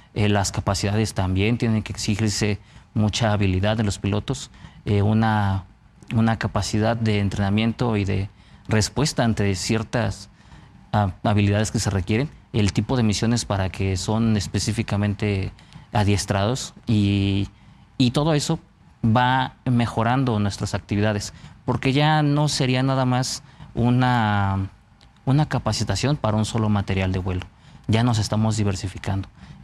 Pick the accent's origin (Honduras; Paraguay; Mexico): Mexico; Mexico City; Originario de la Ciudad de México.